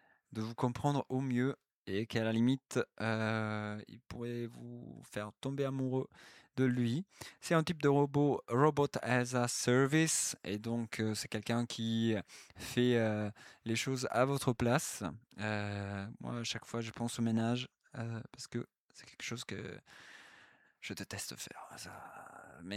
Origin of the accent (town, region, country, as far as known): France